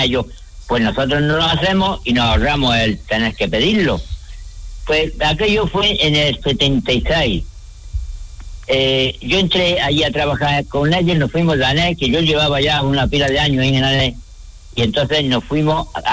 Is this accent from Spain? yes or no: yes; Montejícar, Andalusia, Spain; born there; No, yo no era de aquí, de Híjar. Yo nací en Montejica.